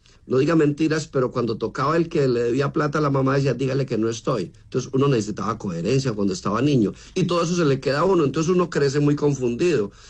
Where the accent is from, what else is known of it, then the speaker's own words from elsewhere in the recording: Marinilla, Antioquia, Colombia; Sí, yo nací en Marinilla.